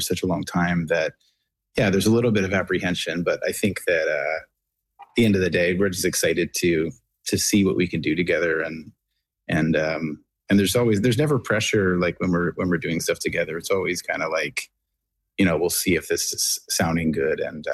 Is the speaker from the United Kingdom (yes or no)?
no; Nova Scotia, Canada; I heard about the story, but I didn't realize how close it was to my hometown. Because it was the Shag Harbor, and I always knew the town as Clark's Harbor